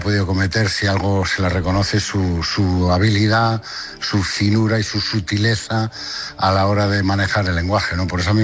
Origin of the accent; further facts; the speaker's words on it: Galicia, Spain; Yo, hombre, yo soy la mañana de Lugo, que es lo más gallego que se puede ser.